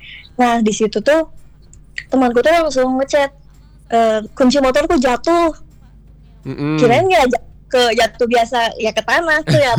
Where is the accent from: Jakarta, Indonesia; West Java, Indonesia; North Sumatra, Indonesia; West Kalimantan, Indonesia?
West Java, Indonesia; Ciamis; Saya asli Ciamis.